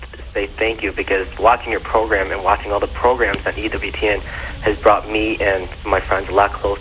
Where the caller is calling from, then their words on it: Evergreen Park, Illinois, United States; I'm calling from Evergreen Park.